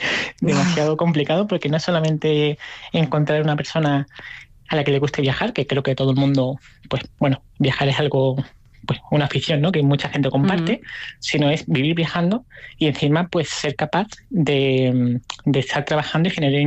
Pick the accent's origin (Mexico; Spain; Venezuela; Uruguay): Spain; Málaga, Andalusia; moved away as an adult; also born or lived in United States; soy originalmente de Málaga y me fui de Málaga hace bastante tiempo, con 20 años, estoy viviendo en diferentes lugares y viví 5 años en Estados Unidos